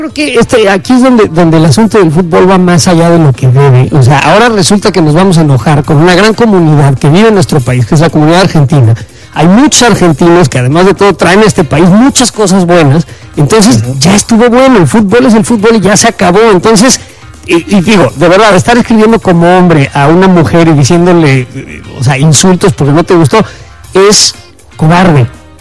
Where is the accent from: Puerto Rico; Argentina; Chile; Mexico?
Mexico; now in United States; la verdad es que muchos trabajamos en distintas cosas